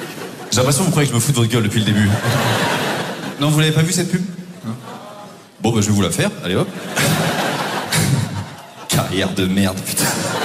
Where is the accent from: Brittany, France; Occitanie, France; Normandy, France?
Normandy, France; moved away as an adult; moi, je viens de Normandie.